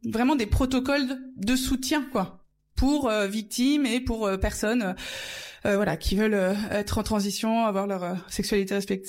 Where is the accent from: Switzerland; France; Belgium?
France; Paris, Île-de-France; moved away; Moi, je viens de Paris